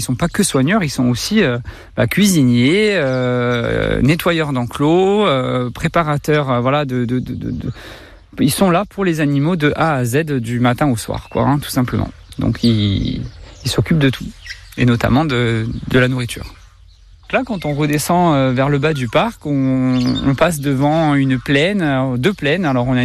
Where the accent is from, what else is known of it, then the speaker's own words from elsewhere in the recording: Corsica, France; Alors oui, moi je suis pas né en Corse, mais j'ai grandi en Corse. Je suis en Corse depuis la maternelle, hein, sur le Nebbio. Donc je suis originaire du Nebbio depuis tout petit.